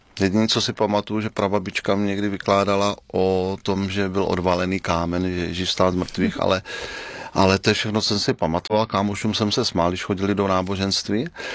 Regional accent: Brno, South Moravian Region, Czechia; Tak, já jsem z Brna a jsem pastorem Církve Slovo života.

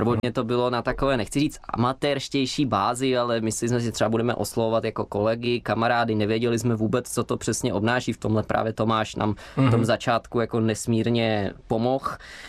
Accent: Prague, Czechia; born there; also born or lived in Slovakia; jsem se narodil na Slovensku, mám tam kořeny, oba moji rodiče jsou ze Slovenska, ale zároveň už od svých 4 let žiju tady v Praze, to znamená od základní školy už tady i studuju

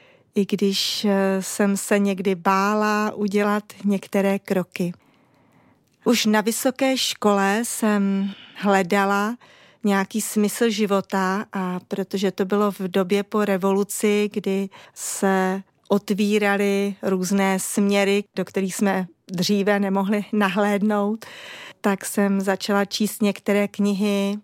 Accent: Pardubice, Pardubice Region, Czechia; jsem z Pardubic, z církve bratrské a učím na základní křesťanské škole Noé na prvním stupni.

